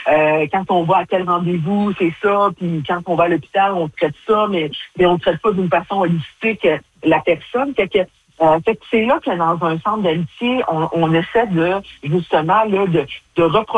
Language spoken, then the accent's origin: French; Baie-Comeau, Quebec, Canada; also born or lived in Pessamit; je suis originaire de la communauté pessamite, mais moi, je suis née à Baie-Comeau, j'ai grandi à Baie-Comeau, donc je fais partie de cette génération-là.